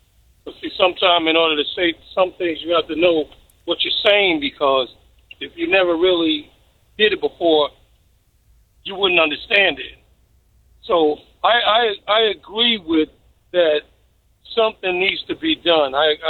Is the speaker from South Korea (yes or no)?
no; Chicago, Illinois, United States; growing up in Chicago